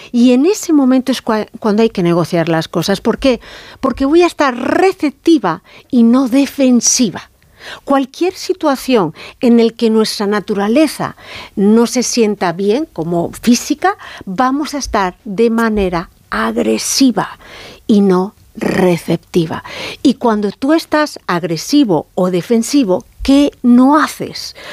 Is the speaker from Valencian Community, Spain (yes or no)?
no; Community of Madrid, Spain